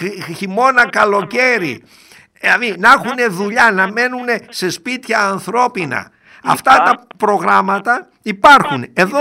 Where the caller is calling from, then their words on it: Doirani, Central Macedonia, Greece; από το χωριό μου, μένα από τη Δοϊράνη που λέμε στην Θεσσαλονίκη, που είναι 70 χιλιόμετρα